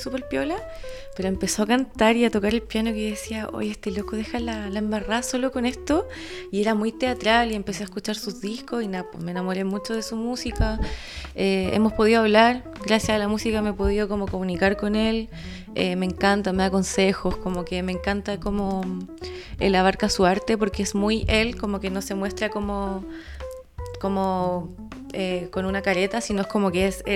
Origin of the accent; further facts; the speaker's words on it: San Bernardo, Santiago Metropolitan Region, Chile; tengo un proyecto que se llama … Soy de San Bernardo, de NOS específicamente.